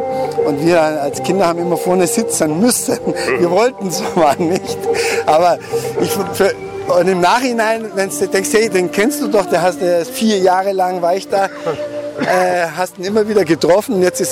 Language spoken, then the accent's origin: German; Marktl, Bavaria, Germany; Weil ich war als Kind in Makel am Inn, im Kinderheim.